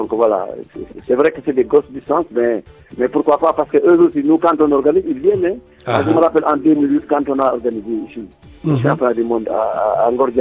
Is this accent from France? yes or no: no; Dakar, Senegal; also born or lived in Richard-Toll; premier problème, c'est que moi, c'est vrai, je suis de Richard, mais moi, j'ai fait toutes mes humanités à Dakar. Et voilà quoi, j'habite à Dakar en réalité. Non, je suis né à Richardson.